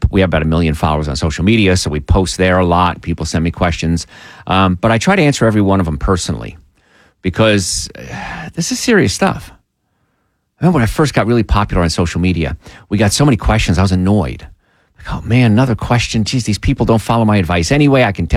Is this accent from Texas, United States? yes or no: no; New Jersey, United States; And when I was young, I grew up in New Jersey and I grew up as a truck driver.